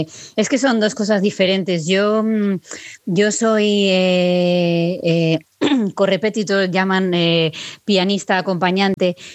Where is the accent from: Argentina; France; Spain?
Spain; Nosotras como españolas